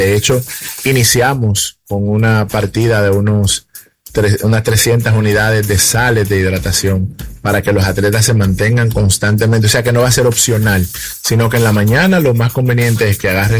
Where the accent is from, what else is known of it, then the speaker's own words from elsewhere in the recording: Dominican Republic; now in El Salvador; y creo que mucha gente ya sabe que yo soy dominicano, entonces sé muchos temas de salubridad que se manejan allí de forma diferente en Salvador.